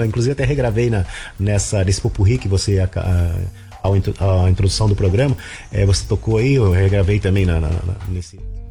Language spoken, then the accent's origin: Portuguese; Conchas, São Paulo, Brazil; born there; É, eu sou nascido em Conchas, que é uma cidade do interior de São Paulo. E isso, nasci em Conchas e depois de tantos anos voltei pra minha cidade.